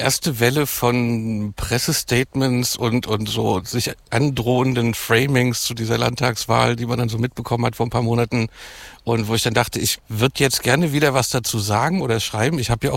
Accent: Saxony-Anhalt, Germany; born there; Ich komme theoretisch aus Sachsen-Anhalt, aber ich bin halt schon in der DDR geboren, also da war es noch Bezirk Halle und der Kreis Quedlinburg.

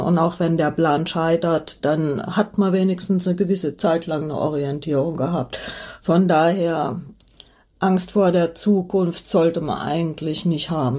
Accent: Hesse, Germany; born there; ich stamme ja aus Hessen gebürtig

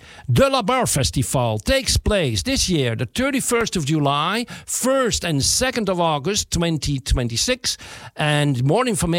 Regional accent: Netherlands; German is a second language; Weil der Punkt ist, du sprichst als Holländer doch lustig Deutsch für uns.

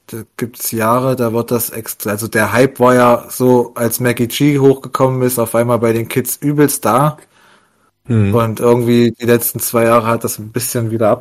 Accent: Weimar, Thuringia, Germany; born there; Durch Connections bin ich dann in meine Geburtsstadt Weimar gelandet

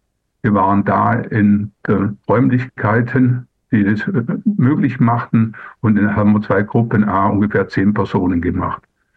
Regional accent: Germany; Ich bin 70 Jahre alt, aufgewachsen am Bodensee

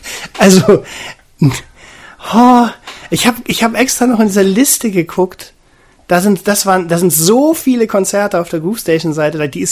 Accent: Northern Germany, Germany; wir sind aus Norddeutschland.

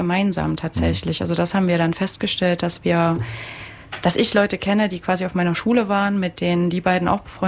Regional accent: Merseburg, Saxony-Anhalt, Germany; Ich komme ursprünglich aus Merseburg.

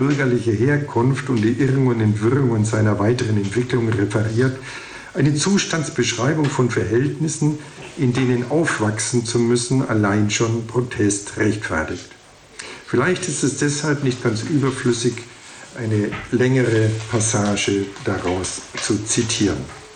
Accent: Alfeld, Lower Saxony, Germany; Und so war es schon ein enormer Schritt an Aufklärung, als sich in meiner Heimatstadt Ahlfeld im Jahre 1961 die Junge Union gründete.

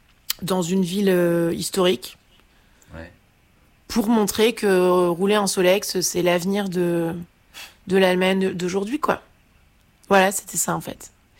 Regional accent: Caen, Normandy, France; c'est que moi je viens de Caen en fait.

